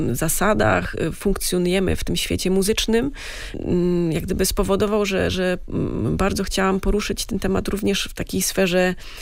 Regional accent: Zielona Góra, Lubusz Voivodeship, Poland; do mojego rodzinnego miasta Zielonej Góry

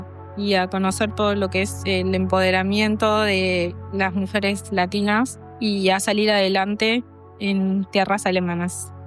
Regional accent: Uruguay; now in Berlin, Germany; soy uruguaya y vivo en Berlín desde hace 6 años.

